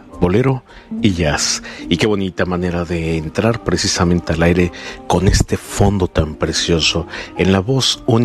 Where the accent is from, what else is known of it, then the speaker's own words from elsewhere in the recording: Mexico; en donde nosotros como mexicanos hemos compartido ese gusto y esa hermosa música